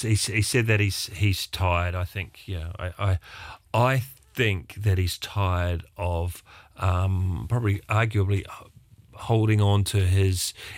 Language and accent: English; New Zealand